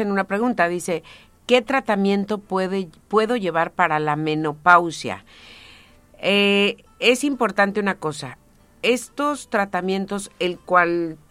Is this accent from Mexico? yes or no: yes; Mexico; Nosotros en nuestro país, México, que amo mi tierra y mi gente